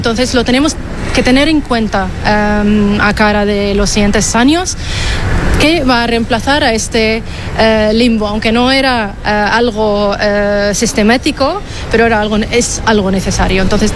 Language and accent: Spanish; Syria; moved away; yo soy de Siria